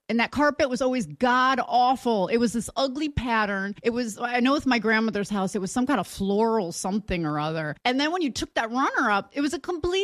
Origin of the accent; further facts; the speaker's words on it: New Jersey, United States; I'm down, though, in the middle of the part of Jersey no one believes exists. I'm southern New Jersey, kind of near like Gloucester County.